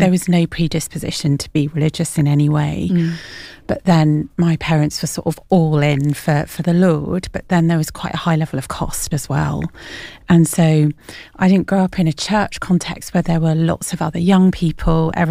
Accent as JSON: {"language": "English", "country": "Australia", "tie": "born there", "said": "So, I was born in Australia."}